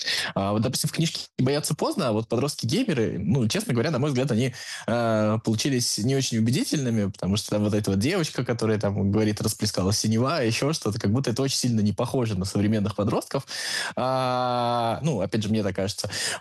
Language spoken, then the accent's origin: Russian; Tolyatti, Samara Oblast, Russia; born there; Я просто родился в Тольятти, и для меня очень много таких флешбеков было про город, который стоит вокруг автозавода